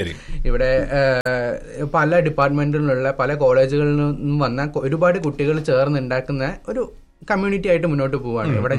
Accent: Wayanad, Kerala, India; ഞാൻ വയനാട്.

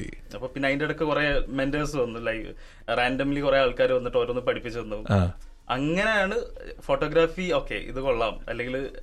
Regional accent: Kozhikode, Kerala, India; now in Dubai, United Arab Emirates; നാട്ടില് കോഴിക്കോടാണ്

